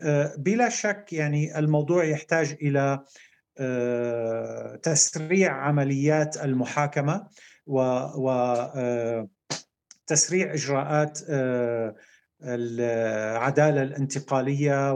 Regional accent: Syria; بلدنا سوريا

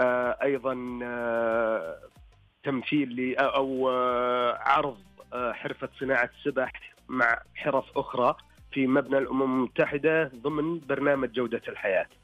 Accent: Saudi Arabia; حنا عندنا بالسعودية

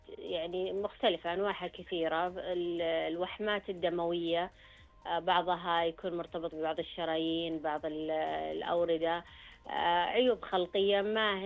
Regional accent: Saudi Arabia; احنا عندنا في السعوديه هنا اطباء كثير مؤهلين

